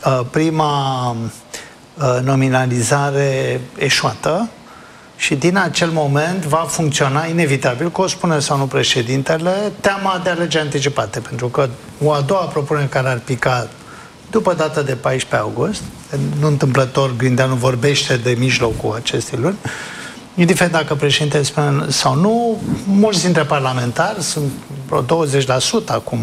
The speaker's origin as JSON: {"language": "Romanian", "country": "Romania"}